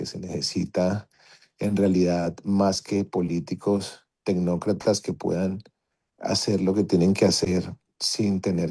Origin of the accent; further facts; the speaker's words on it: Colombia; somos colombianos